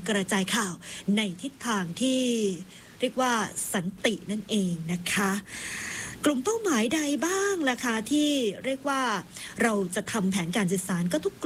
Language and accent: Thai; Isan, Thailand; บางครั้งเราเป็นคนอีสานเราไม่ทราบจริงๆว่าความเชื่อความศรัทธาของพี่น้องชาวใต้